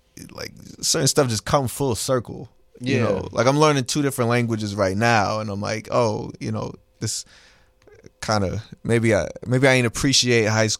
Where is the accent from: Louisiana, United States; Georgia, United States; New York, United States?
Louisiana, United States; New Orleans; growing up between like the 8 and the 7 ward and like, you know, going to the East.